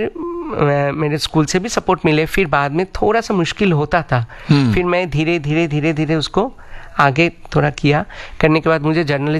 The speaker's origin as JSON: {"language": "Hindi", "town": "Kolkata", "region": "West Bengal", "country": "India", "tie": "born or raised there", "said": "मैं कोलकाता से हूँ, और मेरे जो जगह है बहुत ही संगीतमय जगह है वो आसपास में, क्योंकि मेरे घर के 2-3 बंगला छोड़ के, घर छोड़ के"}